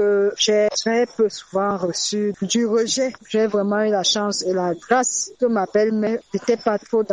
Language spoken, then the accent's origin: French; Yaoundé, Centre, Cameroon; j'ai grandi à Yaoundé.